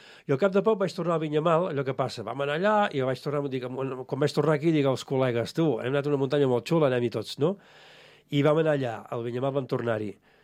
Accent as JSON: {"language": "Catalan", "region": "Catalonia", "country": "Spain", "said": "Vam començar primer als voltants d'Osona, jo soc d'Osona"}